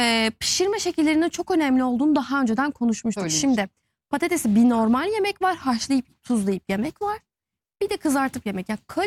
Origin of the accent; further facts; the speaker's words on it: Kütahya, Turkey; Bu arada ben Kütahyalıyım.